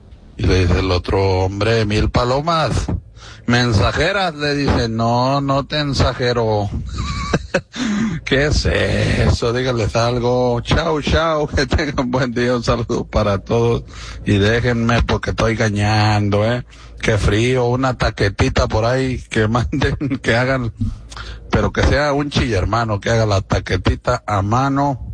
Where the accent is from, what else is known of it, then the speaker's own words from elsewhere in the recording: Mexico; Hay que apoyarnos como mexicanos, hombre